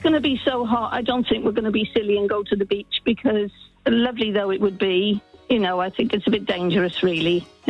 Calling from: Barry, Wales, United Kingdom; Well, I'm calling from sunny Barry Baydott in South Wales

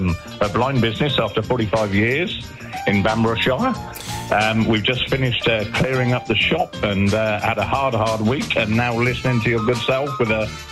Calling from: Banbury, South East England, United Kingdom; We're Banbury in Oxfordshire.

